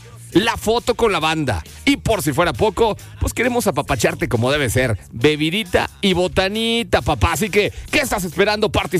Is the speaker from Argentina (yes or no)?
no; Mexico; los mexicanos siempre nos ayudamos, siempre nos apoyamos